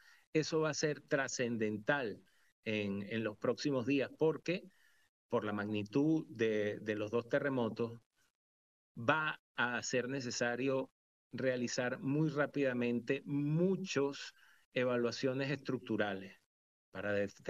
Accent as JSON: {"language": "Spanish", "country": "Venezuela"}